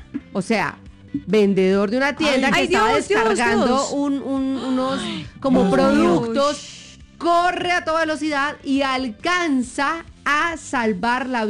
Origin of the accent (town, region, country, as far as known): Colombia